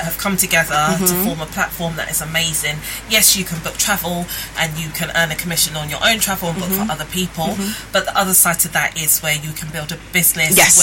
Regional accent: Ghana; which is my middle name, which is actually … because I'm Ghanaian.

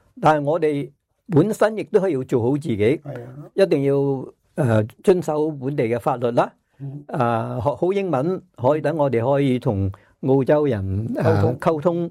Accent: Hong Kong; now in Australia; 我在香港嚟嘅，有时我喺香港嗰阵都啊

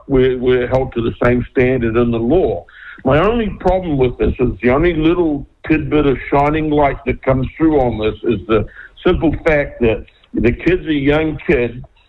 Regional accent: Porirua, Wellington, New Zealand; you and I grew up in Porirua, mate, and I was up in Kokiri up there in Champion Street.

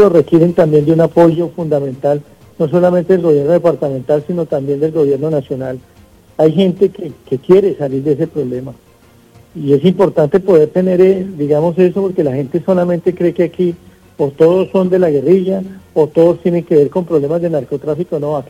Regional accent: Norte de Santander, Colombia; he tenido la oportunidad de recorrer los 40 municipios de este departamento. Soy oriundo de acá, defiendo mi tierra

